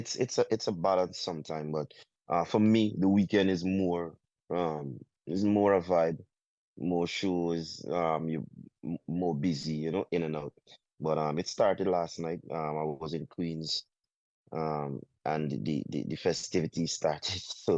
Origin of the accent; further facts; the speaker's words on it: Guyana; And I'm happy I'm from Guyana